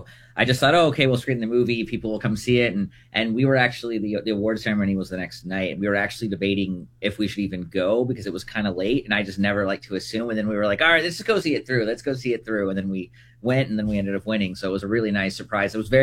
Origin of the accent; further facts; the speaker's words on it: Encinitas, California, United States; I have a soft spot for San Diego. I grew up in Encinitas, so this is my favorite interview so far.